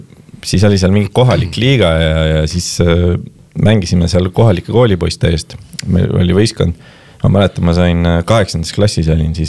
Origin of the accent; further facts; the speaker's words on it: Kilingi-Nõmme, Pärnu County, Estonia; No ma olen sellisest kohast pärit nagu Kilinginõmme. See on siis väike Pärnuma linn